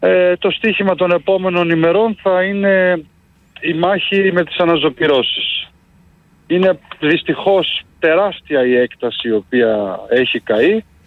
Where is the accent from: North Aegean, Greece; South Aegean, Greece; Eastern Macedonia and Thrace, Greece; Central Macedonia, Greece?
Central Macedonia, Greece; Thessaloniki